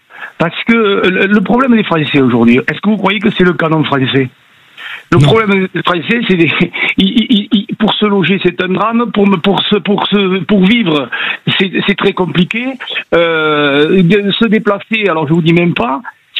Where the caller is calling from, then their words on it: Beaumont-de-Lomagne, Occitanie, France; Je suis à Beaumont de Lomagne.